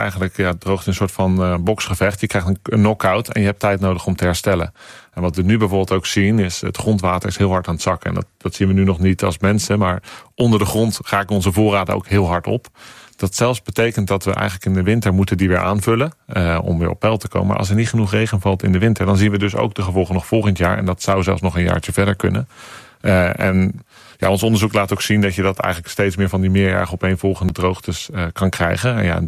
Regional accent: Netherlands; Dus daar moeten wij als Nederlander ook een acceptatie voor gaan ontwikkelen.

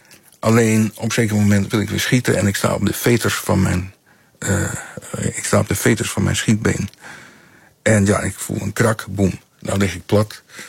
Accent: Netherlands; born there; ik ben in Nederland geboren.

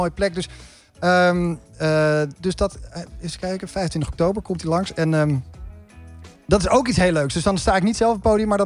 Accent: Haarlem, North Holland, Netherlands; Haarlem is toevallig mijn thuisstad.

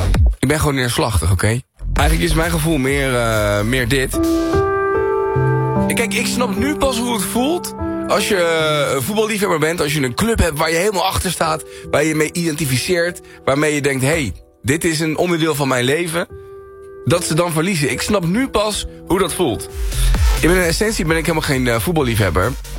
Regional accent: Colombia; moved away; Nou, kom ik uit Colombia, nou voel ik me altijd heel erg verbonden met dat land.

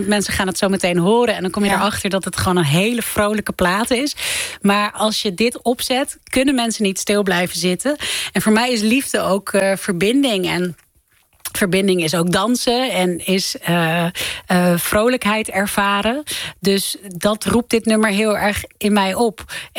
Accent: Netherlands; dit is ook mijn land.

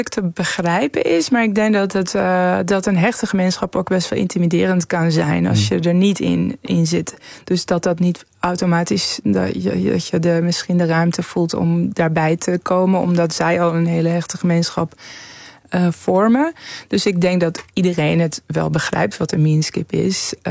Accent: Tehran, Tehran Province, Iran; also born or lived in Enschede / Amsterdam; now in Netherlands; wij waren daar naar Nederland gekomen. Ik kwam uit een grote stad. Ik ben opgegroeid in Teheran.

